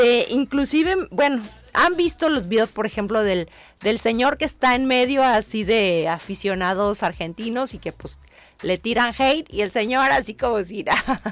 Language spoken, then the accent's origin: Spanish; Mexico